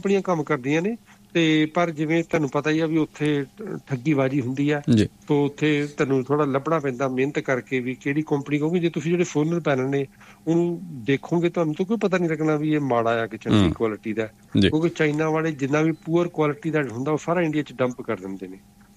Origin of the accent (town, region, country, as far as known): Punjab, India; born or raised there